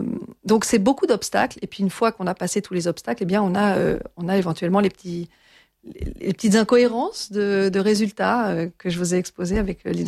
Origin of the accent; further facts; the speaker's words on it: Geneva, Switzerland; also born or lived in Ferney-Voltaire, France; Mes parents étaient ingénieurs au CERN, et donc, par la force des choses, je suis née à Genève. Mais j'y ai passé presque toute ma vie, sachant quand même que j'ai fait l'école primaire, l'école secondaire en France, voisine, à Ferney-Voltaire. Et je me sens vraiment binationale